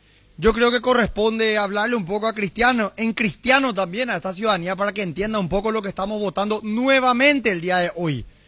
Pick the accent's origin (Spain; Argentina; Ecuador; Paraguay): Paraguay